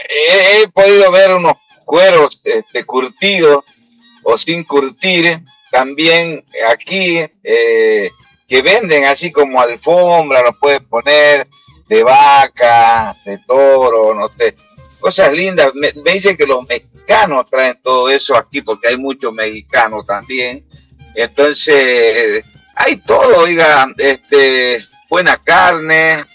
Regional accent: Tarija, Bolivia; Yo le digo, él es de la ciudad, yo soy del campo, le digo. Así que él es chapaco, yo soy chaqueño.

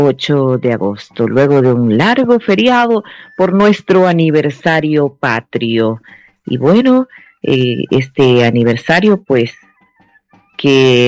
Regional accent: Bolivia; nosotros como ciudadanos bolivianos estamos aportando al progreso de nuestro país

